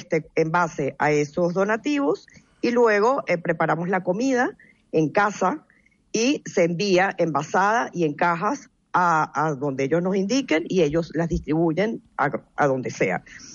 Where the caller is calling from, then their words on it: A Coruña, Galicia, Spain; yo vivo en La Coruña.